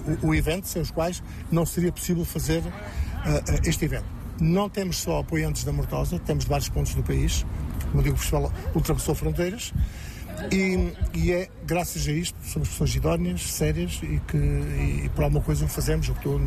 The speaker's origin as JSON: {"language": "Portuguese", "town": "Murtosa", "region": "Centro", "country": "Portugal", "tie": "born there", "said": "A Junta de Freguesia do Monte, onde nasci"}